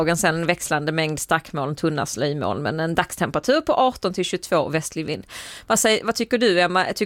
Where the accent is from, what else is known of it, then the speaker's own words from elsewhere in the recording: Västmanland County, Sweden; Det är alltid mig lika stolt som västmanlänning